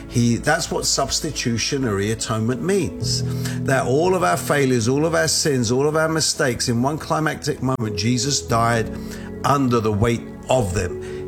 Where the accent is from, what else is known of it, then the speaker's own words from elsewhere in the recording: United Kingdom; moved away as an adult; now in United States; I'm a British evangelist who's living in the United States for some 8 years.